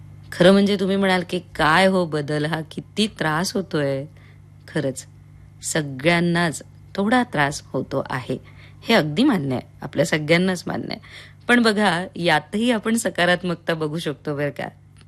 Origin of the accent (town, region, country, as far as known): Nashik, Maharashtra, India